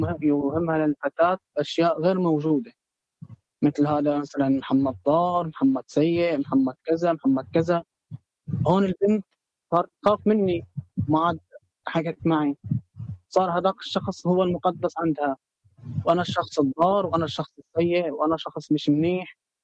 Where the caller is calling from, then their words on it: Syria; انا سوري، بس حاول اتكلم معاكم بالمصري عشان تفهموني.